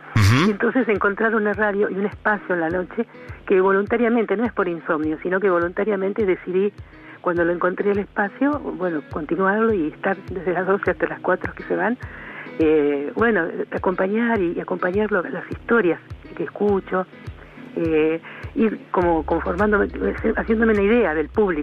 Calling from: Chascomús, Buenos Aires Province, Argentina; de Chascomús.

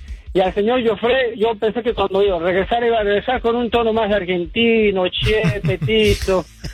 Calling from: Tijuana, Baja California, Mexico; Ya saben, desde aquí la bella Tijuana.

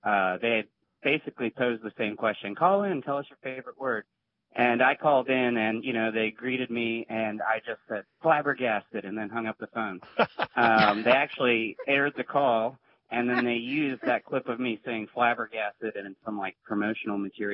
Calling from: Staunton, Virginia, United States; I'm calling from Stanton, Virginia.

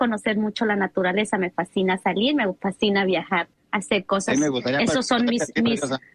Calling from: Las Vegas, Nevada, United States; Pues yo vivo aquí en Las Vegas.

